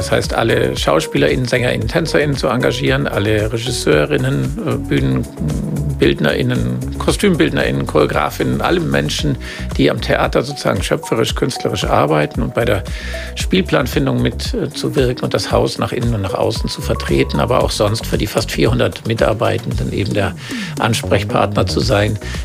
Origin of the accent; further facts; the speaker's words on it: Bavaria, Germany; Als Kind, ich komme ja vom Dorf, aus dem Allgäu, da wusste man erstmal auch gar nicht, was ein Intendant ist.